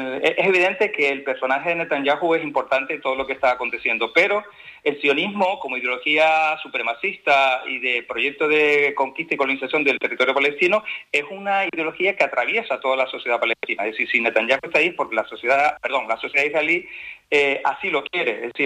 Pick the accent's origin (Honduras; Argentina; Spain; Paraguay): Spain; Canary Islands; Yo, como canario, abierto al mundo